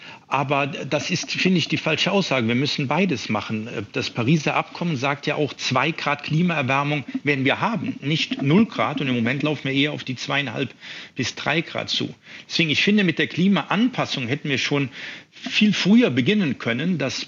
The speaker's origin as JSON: {"language": "German", "town": "Mannheim", "region": "Baden-Württemberg", "country": "Germany", "said": "Also ich komme aus Mannheim"}